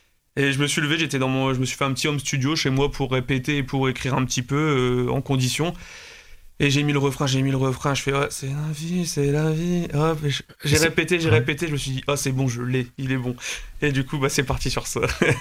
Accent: Choisy-au-Bac, Hauts-de-France, France; Je suis originaire de l'Oise depuis tout petit, ouais, je suis né à Choisy-au-Bac, dans le 60.

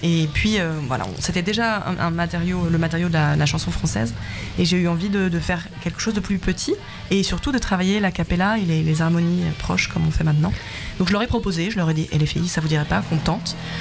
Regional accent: Troyes, Grand Est, France; Parce que je viens de Troyes, dans l'Aube

